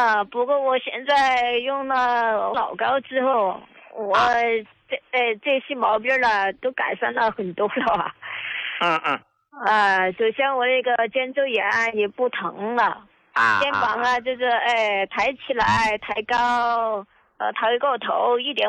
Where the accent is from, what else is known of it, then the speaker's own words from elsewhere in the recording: Chongqing, China; 哎呀，太好了，我是重庆这边的患者。